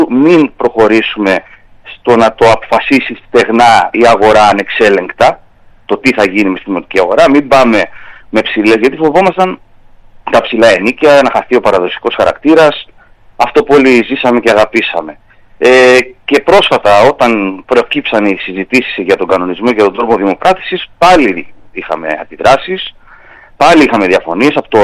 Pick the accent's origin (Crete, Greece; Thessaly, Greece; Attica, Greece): Crete, Greece; Chania; Γνωρίζουμε σαν Χανιώτες